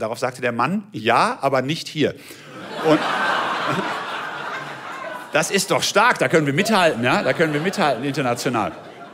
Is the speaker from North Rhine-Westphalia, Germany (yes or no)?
yes; Haltern am See, North Rhine-Westphalia, Germany; Ich komme selbst aus einer kleinen Stadt, deswegen gefällt es mir hier gut. Ich fühle mich zu Hause hier. Ich komme aus Haltern am See